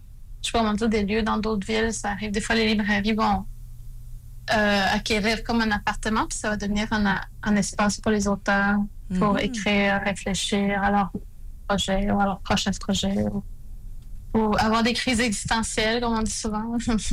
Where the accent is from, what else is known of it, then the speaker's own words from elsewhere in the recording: Pessamit, Quebec, Canada; Je viens de la communauté de Pessamy.